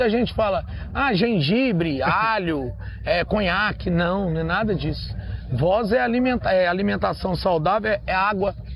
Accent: Barretos, São Paulo, Brazil; Aqui é minha terra natal, eu nasci aqui.

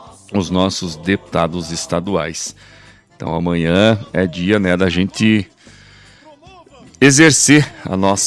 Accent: Brazil; como brasileiro, como cidadão brasileiro

